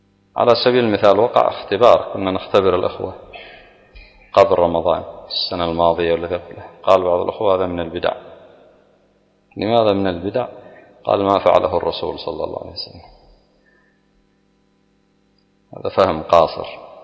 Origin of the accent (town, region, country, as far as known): Yemen